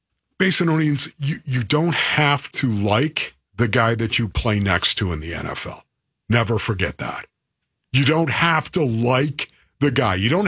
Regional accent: Arizona, United States; I'm from Arizona, of course.

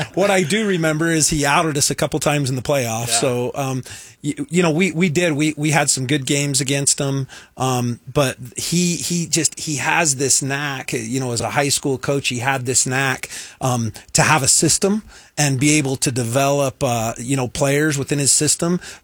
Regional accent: Cedar City, Utah, United States; I'm a SUU graduate. I grew up in Cedar City, Utah.

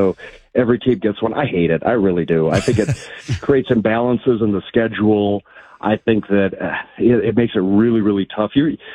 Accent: Milwaukee, Wisconsin, United States; I'm from Milwaukee originally. I'm a Brewers fan.

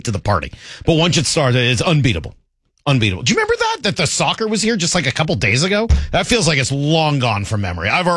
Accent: Northeast, United States; Don't get me wrong. I grew up in the Northeast. I like a hot, humid summer.

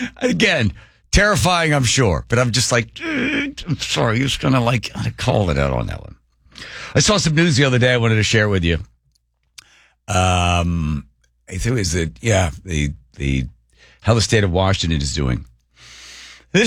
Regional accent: Ireland; But as an Irishman, as someone who is genetically entrapped to sort of shine the apple, as they say in the Irish

